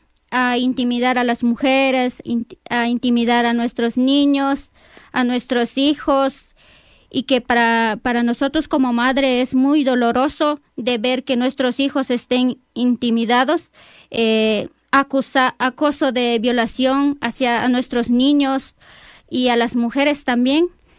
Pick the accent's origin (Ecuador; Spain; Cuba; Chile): Ecuador; Carlos Julio Arosemena Tola, Napo; Yo vengo desde la provincia de Napo, ubicado en Cantón Julio Arosemena Tola.